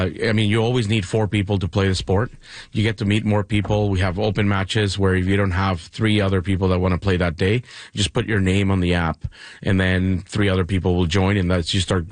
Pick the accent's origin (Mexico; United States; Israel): Mexico; moved away; So I was born and raised in Mexico. So I had my share of paddle because it was invented there.